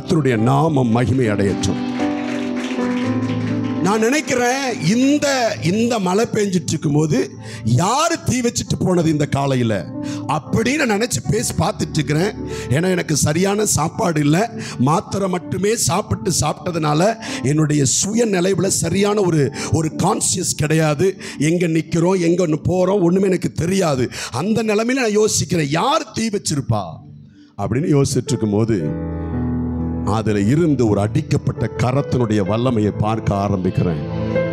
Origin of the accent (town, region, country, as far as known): Kerala, India; born or raised there